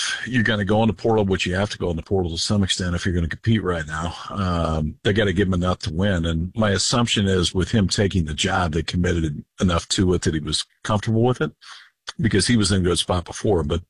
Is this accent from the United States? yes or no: yes; Midwest, United States; moved away as an adult; also born or lived in West Coast; I grew up in the Midwest and I played college baseball on the West Coast.